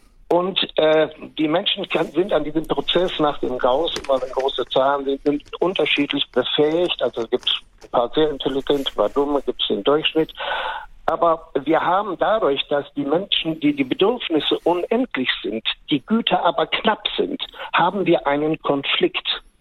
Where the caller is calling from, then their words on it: Cologne, North Rhine-Westphalia, Germany; Ich rufe aus Köln an, 83 Jahre.